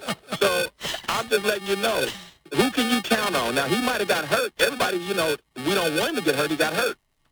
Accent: Kansas City, Missouri, United States; now in Wisconsin, United States; I'm from Kansas City. I'm in Wisconsin.

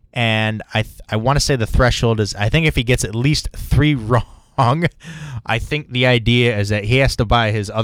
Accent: Olean, New York, United States; growing up in the Olean area as a kid, you heard a lot of country music on our country radio cohort down here

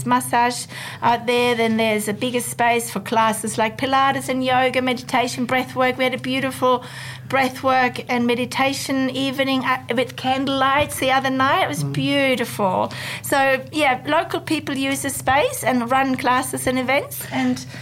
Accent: Germany; accent: German; moved away as an adult; now in Alice Springs, Australia; I've been here for 26 years. I'm from Germany myself.

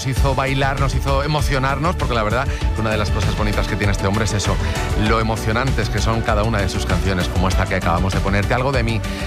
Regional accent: Alicante, Valencian Community, Spain; en mi tierra, en Alicante.

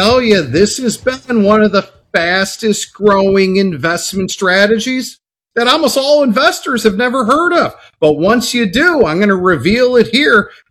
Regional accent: Chicago, Illinois, United States; I'm from Chicago, so are our listeners.

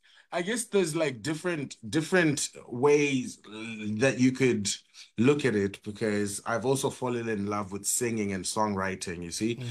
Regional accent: Zimbabwe; And then my mom is from Mozambique. I was raised in Zim.

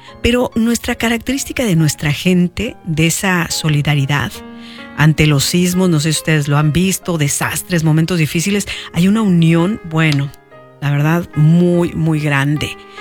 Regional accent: Mexico; also born or lived in Xochimilco, Mexico City; esa es una de las tradiciones de nosotros como mexicanos

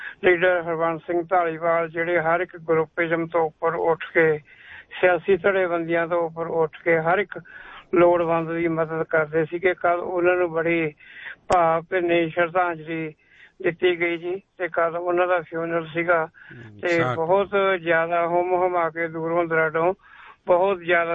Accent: Punjab, India; moved away; ਸਾਡੇ ਅਸੀਂ ਪੰਜਾਬ ਤੋਂ ਆਏ ਹਾਂ, ਪੰਜਾਬ ਦੇ ਵਿੱਚ ਅਸੀਂ ਦੇਖਿਆ ਵੀ ਫ੍ਰੀ ਦੀ ਜਿਹੜੀਆਂ ਸਹੂਲਤਾਂ ਦਿੰਦੇ ਸੀਗੇ

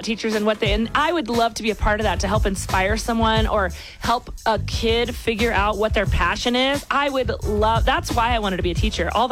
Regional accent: Colorado, United States; I grew up in Colorado

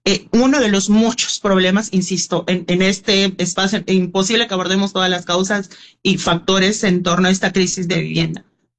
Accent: Mexico

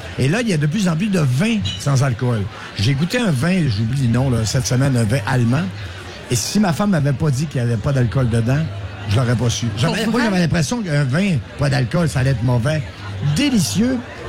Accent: Chicoutimi, Quebec, Canada; born there; je suis né ici à Scoutimi.

